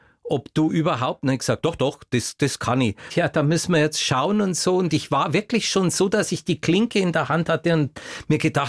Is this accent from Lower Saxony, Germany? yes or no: no; Bavaria, Germany; accent: Swabian-Bavarian dialect; Das war schwäbisch-bayerischer Dialekt, der da zu hören war.